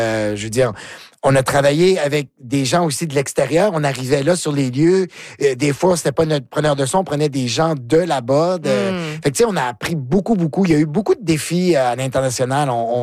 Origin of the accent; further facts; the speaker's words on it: New Brunswick, Canada; Mais moi, je viens du Nouveau-Brunswick